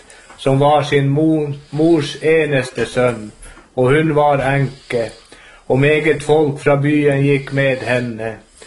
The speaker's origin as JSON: {"language": "Swedish", "town": "Alta", "region": "Finnmark", "country": "Norway", "said": "jag kommer ifrån Alta."}